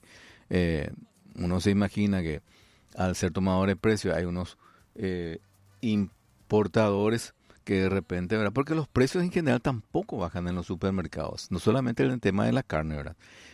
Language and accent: Spanish; Paraguay